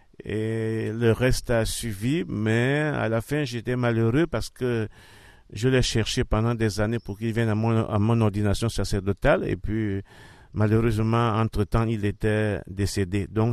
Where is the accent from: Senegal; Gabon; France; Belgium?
Gabon; Libreville, Estuaire; Donc je suis prêtre originaire du diocèse de Libreville.